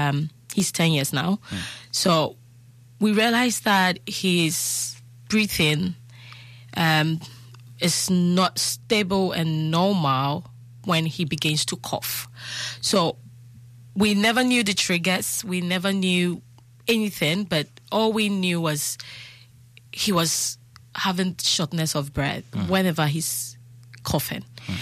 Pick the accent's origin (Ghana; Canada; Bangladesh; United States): Ghana; because me being a Ghanaian